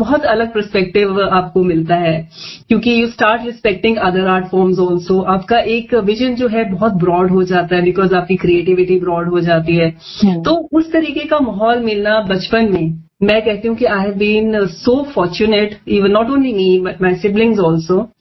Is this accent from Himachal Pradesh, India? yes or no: yes; Shimla, Himachal Pradesh, India; हम बहुत छोटे से घर में पले बड़े हैं, शिमला आपको मालूम है बहुत छोटी जगह है, और हमारा घर भी बहुत छोटा था।